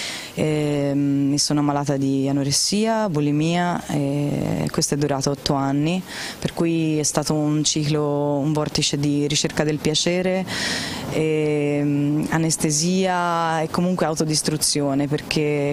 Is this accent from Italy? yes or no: yes; Tuscany, Italy; born or raised there